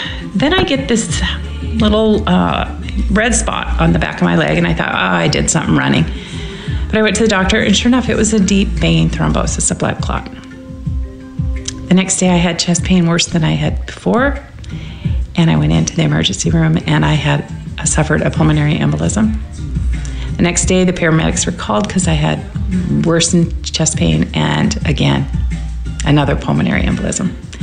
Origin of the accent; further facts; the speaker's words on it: Washington, United States; I'm from Washington State. Washington State was the first state that the virus showed up.